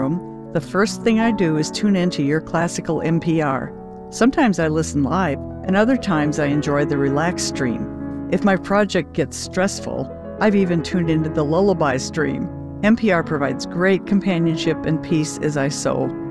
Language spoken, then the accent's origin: English; New Prague, Minnesota, United States; from New Prague, Minnesota